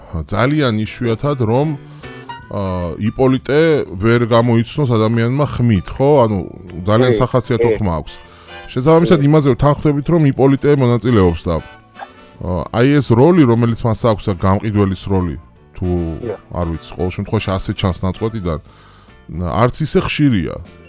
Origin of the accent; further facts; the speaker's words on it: Samegrelo-Zemo Svaneti, Georgia; მე სამეგრელო ზემო სვანეთში გავიზარდე და სვანებს ძალიან კარგად ვიცნობ, ბევრი ძმა კაცის ყავს და მათი კილო ჩემთვის ძალიან მშობლიურია.